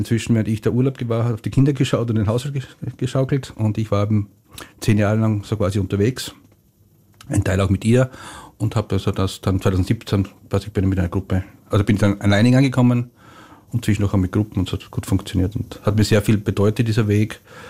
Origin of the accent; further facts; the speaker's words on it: Siebenbrunn, Lower Austria, Austria; bis 2017 dann bin ich den Weg von Siebenbrunn, meinem Heimatort, bis nach Santiago gegangen.